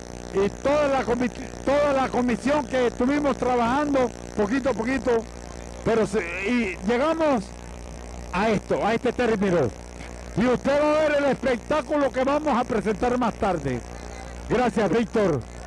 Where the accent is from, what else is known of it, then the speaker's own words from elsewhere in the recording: Macaracas, Los Santos, Panama; Ustedes están en mi tierra. Ustedes son mi gente.